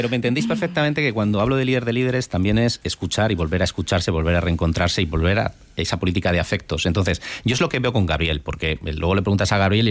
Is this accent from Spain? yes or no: yes; San Sebastián, Basque Country, Spain; soy de Donosti.